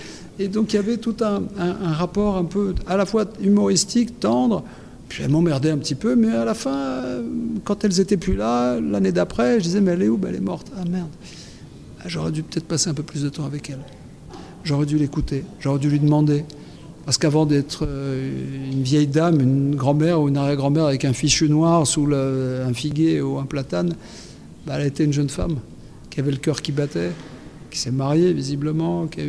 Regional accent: France; born there; c'est-à-dire que je viens d'une famille grec du centre du pays avec des parents immigrés qui ont fait que je suis né en France.

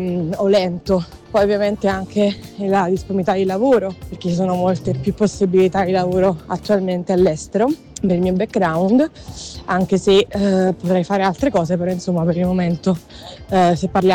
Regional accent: Naples, Campania, Italy; now in Barcelona, Spain; E io sono di Napoli, sono del sud, e per me l'evoluzione della città, quindi il progresso, è qualcosa che mi spinge poi a restare qui in Spagna, a Barcellona

